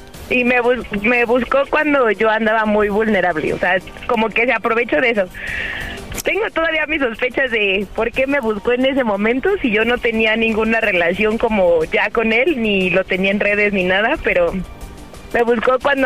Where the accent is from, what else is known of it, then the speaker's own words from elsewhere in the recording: Querétaro, Mexico; 27 años y soy de Querétaro.